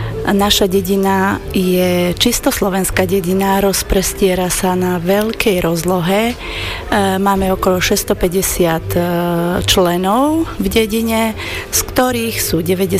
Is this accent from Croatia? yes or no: no; Romania; Takže zatiaľ vystupujeme len doma v Rumunsku.